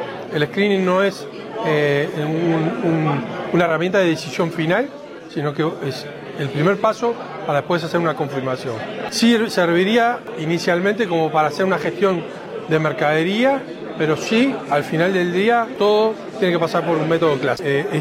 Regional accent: Uruguay

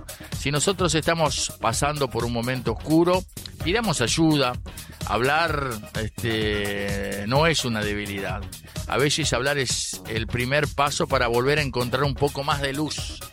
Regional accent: Uruguay

